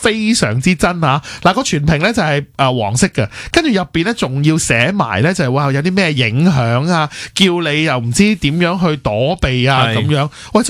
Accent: Hong Kong

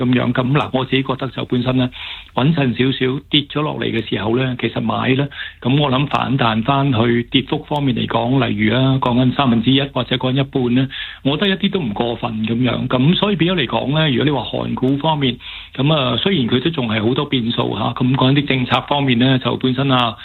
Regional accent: Hong Kong; 作為香港人，

